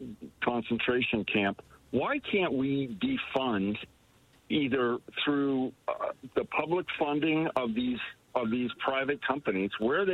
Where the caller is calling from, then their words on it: United States; we as American people